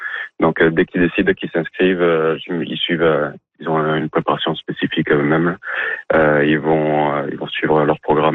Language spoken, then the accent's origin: French; Dalhousie, New Brunswick, Canada; Sinon, je viens de la région de Dalhousie.